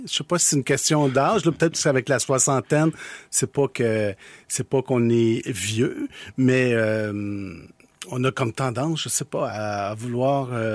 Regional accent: Montreal, Quebec, Canada; born there; Je suis donc né à Montréal, dans le quartier de Rosemont.

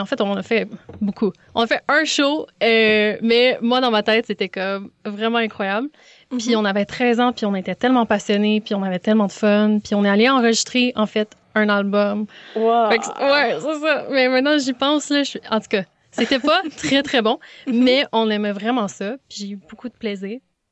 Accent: Montreal, Quebec, Canada; accent: Québécois; also born or lived in Denmark; Je suis née au Danemark, mais j'ai grandi vraiment à Montréal. C'est pour ça que j'ai le gros accent québécois.

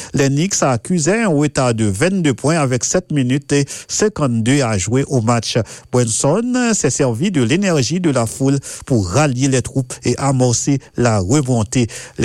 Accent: Canada; chez nous au Canada

